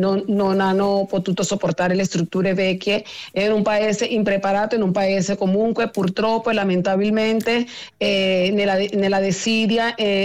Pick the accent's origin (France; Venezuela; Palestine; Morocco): Venezuela; io ovviamente non posso non emozionarmi di quello che accade nel mio paese, purtroppo. Sì, siamo impreparati in questo momento per una situazione del genere. Non si pensava mai che potevamo avere due sismi allo stesso momento e dimensioni catastrofiche, e soprattutto nella regione centrale, perché il Venezuela